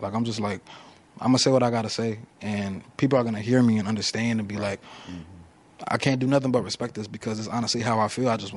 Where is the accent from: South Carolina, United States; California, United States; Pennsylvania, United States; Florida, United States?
Florida, United States; growing up in Florida, it's like you just got to get to it.